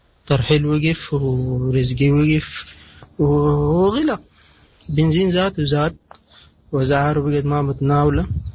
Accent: Omdurman, Khartoum, Sudan; أنا مواطن سوداني من محلية أم درمان، أعمل سائق ركشة.

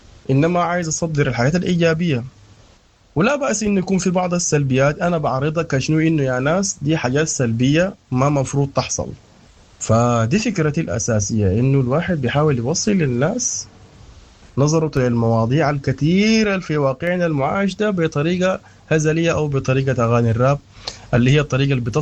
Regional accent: Sudan; أنا رابر سوداني.

